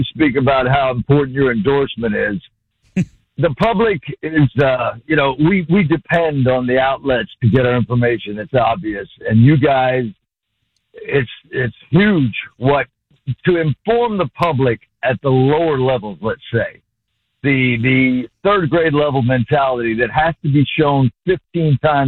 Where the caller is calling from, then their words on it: Tampa, Florida, United States; I'm in Lakeland. I live in Lakeland 10 years. I'm from Tampa. I've been here 40 years. in the area.